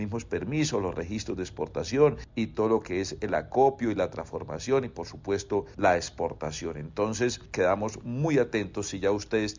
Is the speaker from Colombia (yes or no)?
yes; Santander, Colombia; lo que debemos hacer nosotros como cafeteros colombianos y santandereanos, y ahí en Mogotes, con más razones